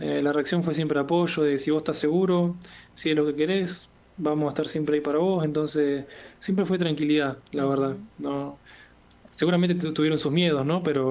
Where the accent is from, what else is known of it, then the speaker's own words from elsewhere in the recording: Argentina; moved away as an adult; now in Matelica, Italy; dejé todo allá en Argentina, tengo mucha ropa allá